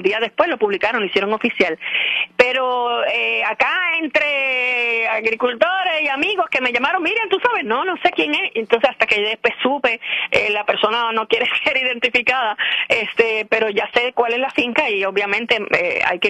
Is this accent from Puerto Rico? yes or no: yes; Cabo Rojo, Puerto Rico; now in Lajas, Puerto Rico; Yo soy natural de Cabo Rojo y adoptada en Lajas, pues hace 20 y pico años ya que tengo la finca, 22 años por ahí.